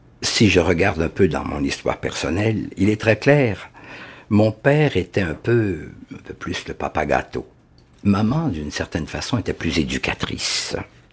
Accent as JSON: {"language": "French", "town": "Saguenay", "region": "Quebec", "country": "Canada", "tie": "born or raised there", "moved": "yes", "said": "Je suis originaire évidemment du Saguenay, de Port-Alfred à l'époque, qui s'appelait après coup Ville de la Baie, qui s'appelle maintenant Saguenay. Et c'est sur les rives évidemment de ce Saguenay-là que j'ai grandi"}